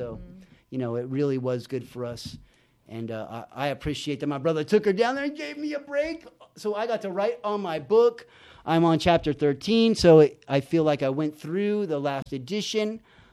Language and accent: English; San Bernardino, California, United States; born or raised there; also born or lived in San Felipe, Mexico